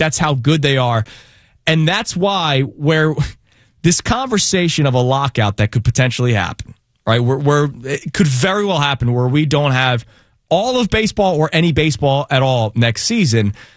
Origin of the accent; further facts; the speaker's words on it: Philadelphia, Pennsylvania, United States; I'm from Philadelphia